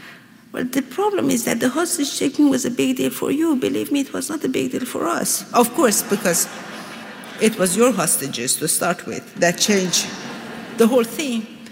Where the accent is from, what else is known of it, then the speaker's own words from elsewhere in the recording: Iran; English is a second language; I remember, you know, as a child, when I was growing up in Iran, we were reading about, you know, this Persian-Roman wars.